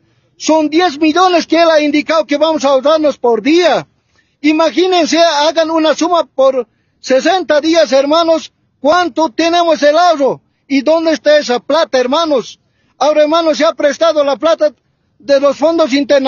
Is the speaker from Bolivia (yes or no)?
yes; Bolivia; nosotros, como bolivianos, como indígenas originarios